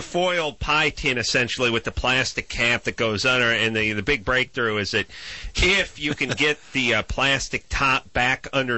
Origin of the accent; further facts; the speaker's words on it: United States; I'm an American.